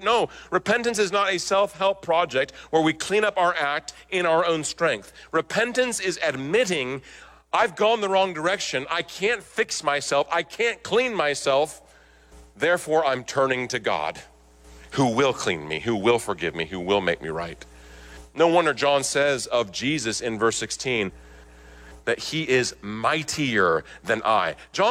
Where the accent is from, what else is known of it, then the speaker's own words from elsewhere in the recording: Nebraska, United States; there was this revival meeting that would happen out in the cornfields where I grew up in Nebraska.